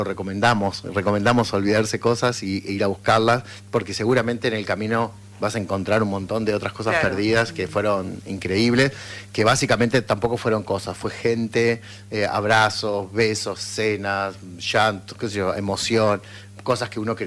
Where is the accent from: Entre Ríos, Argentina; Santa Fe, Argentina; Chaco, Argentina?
Santa Fe, Argentina; Gálvez; Sí, básicamente soy de Galvez, sí.